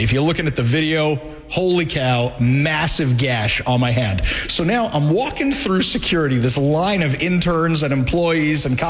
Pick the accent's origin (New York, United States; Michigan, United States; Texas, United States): New York, United States; moved away; I grew up in New York